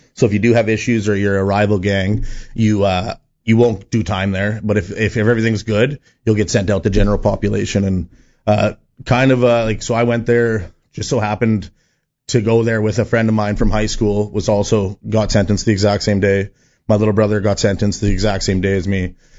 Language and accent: English; Saskatoon, Saskatchewan, Canada; I'm from Saskatoon, so there's gangs from Saskatoon, Regina, two different gangs. Being from Saskatoon, you want to stick to the people from Saskatoon.